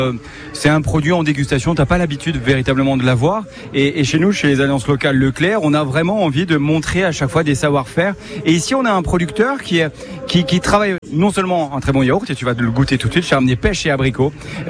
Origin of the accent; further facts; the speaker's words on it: Grand Est, France; jusqu'à chez moi en Alsace